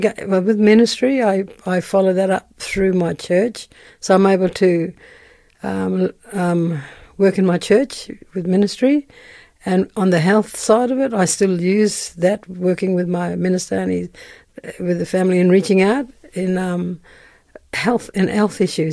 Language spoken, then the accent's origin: English; Carnarvon, Western Australia, Australia; I originally come from Carnarvon, up in the Gascoyne region. Born and bred in that town.